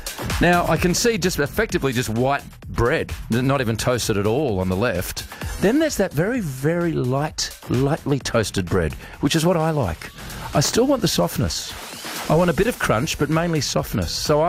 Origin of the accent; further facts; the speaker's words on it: Australia; I'm an Australian.